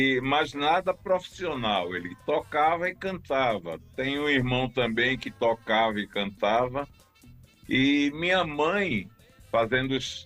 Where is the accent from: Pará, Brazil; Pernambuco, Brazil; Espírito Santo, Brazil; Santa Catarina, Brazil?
Pernambuco, Brazil; Recife; now in São Paulo, Brazil; Sou oriundo de Recife. Meu QG é São Paulo, né?